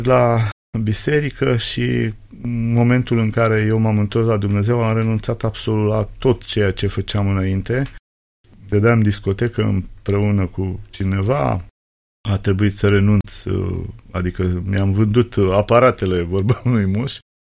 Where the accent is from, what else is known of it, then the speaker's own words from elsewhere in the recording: Drăgăneasa, Prahova, Romania; Și prima biserică din satul Drăgăneasa, din județul Prahova, singurul sat dintre Băicoi și Brașov, care are o biserică evanghelică